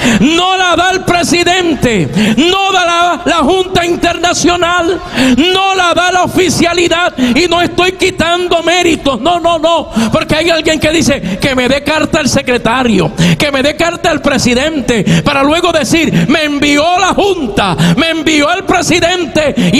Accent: Puerto Rico; Y soy puertorriqueño.

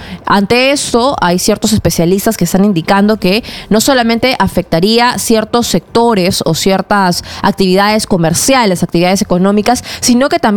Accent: Peru; nosotros como peruanos

